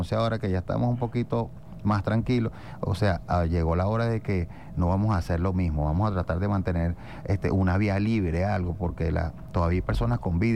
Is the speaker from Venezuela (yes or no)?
yes; Venezuela